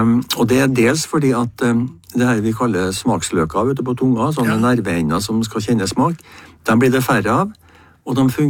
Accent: Trøndelag, Norway; now in Eastern Norway; jeg er jo trønder

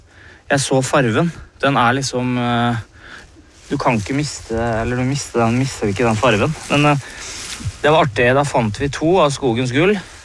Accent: Sarpsborg, Østfold, Norway; Jeg hadde en lærer når jeg vokste opp på Borgenøven I Sarpsborg

